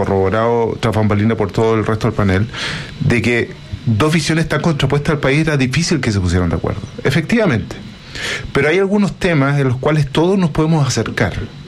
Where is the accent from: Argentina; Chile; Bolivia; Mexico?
Chile; somos chilenos.